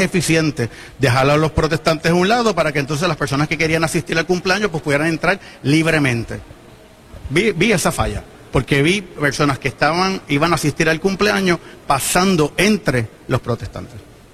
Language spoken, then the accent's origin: Spanish; Caguas, Puerto Rico; Sí, soy de Caguas, represento la parte norte de Caguas y casi todo el pueblo de Gurabo.